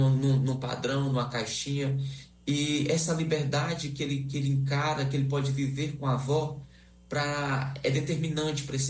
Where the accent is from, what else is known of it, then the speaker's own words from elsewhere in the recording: Russas, Ceará, Brazil; born there; Jaguaribara, que é uma cidade próxima da cidade onde eu nasci, que eu sou de Russas, assim como Alan.